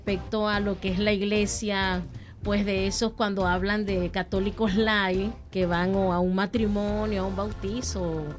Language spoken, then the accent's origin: Spanish; Punto Fijo, Falcón, Venezuela; also born or lived in Maracaibo; yo nací en Maracaibo. Luego me criaron más tiempo en Punto Fijo, Estado Falcón. Total que de casi que paraguanera, falconiana.